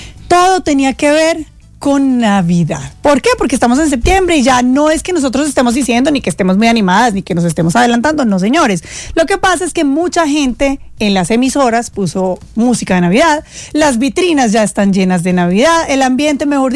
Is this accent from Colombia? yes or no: yes; Eje Cafetero, Colombia; Pero yo soy muy tradicional y yo soy del Eje Cafetero.